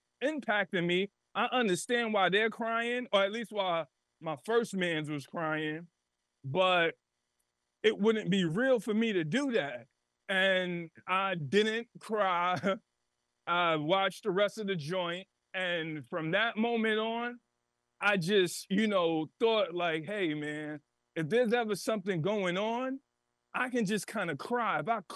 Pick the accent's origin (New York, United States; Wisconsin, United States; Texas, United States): New York, United States; Bronx; because I was from the Bronx. I'm from the Bronx. And I used to go to Harlem to go to the Rucker.